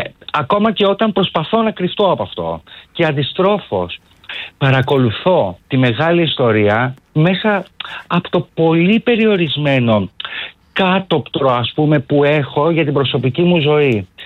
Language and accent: Greek; Greece; ως ένας Έλληνας που μεγάλωσε, σπούδασε τη δεκαετία του 80, του 90 και ολοκληρώθηκε το 2000 υπαρξιακά, έμαθε πάρα πολύ καλά αγγλικά